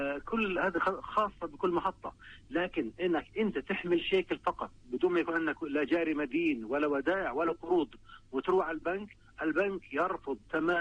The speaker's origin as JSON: {"language": "Arabic", "country": "Palestine", "said": "في عندنا مشاكل فعلا إحنا كشعب فلسطيني بسبب الخنق الاقتصادي من الاحتلال."}